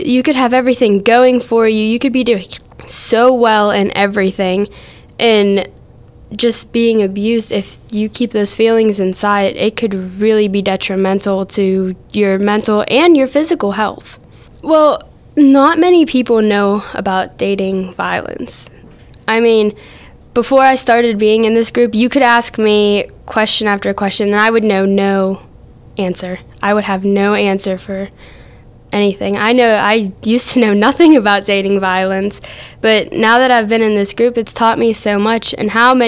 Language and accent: English; South Allegheny, Pennsylvania, United States; I'm 16 from South Allegheny.